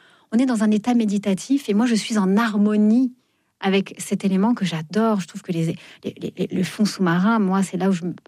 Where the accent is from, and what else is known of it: Fontainebleau, Île-de-France, France; born or raised there